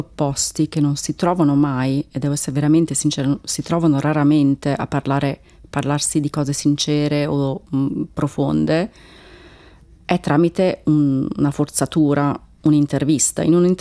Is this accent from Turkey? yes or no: yes; Turkey; Perché, essendo anch'io turca, avevo questa barriera con queste donne, non c'era modo di comunicare.